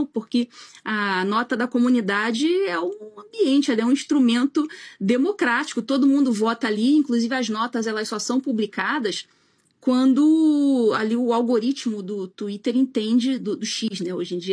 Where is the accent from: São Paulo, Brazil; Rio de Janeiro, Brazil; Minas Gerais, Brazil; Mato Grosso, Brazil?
Rio de Janeiro, Brazil; eu sou carioca flamenguista